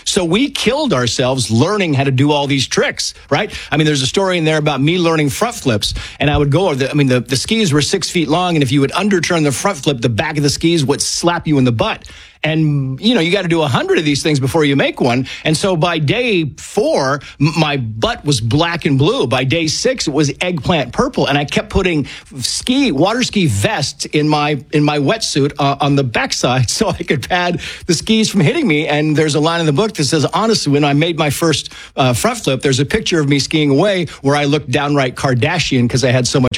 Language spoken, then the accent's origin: English; Mammoth, United States; because that was my hometown.